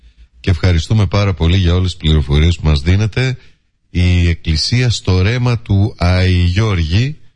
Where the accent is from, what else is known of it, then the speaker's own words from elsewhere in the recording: Thessaloniki, Central Macedonia, Greece; moved away; γεννήθηκα μεγάλο στα Θεσσαλονίκη, οπότε δεν τα ξέρω όλα τα μέρη ιδιαίτερα καλά.